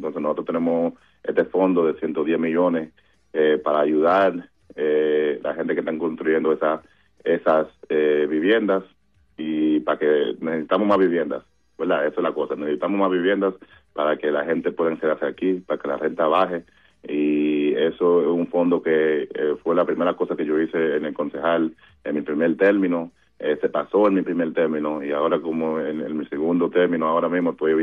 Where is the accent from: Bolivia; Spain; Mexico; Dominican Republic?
Dominican Republic; now in Boston, United States; yo me estoy enfocando aquí en la ciudad de Boston, como dominicano, como latino, como hombre negro, joven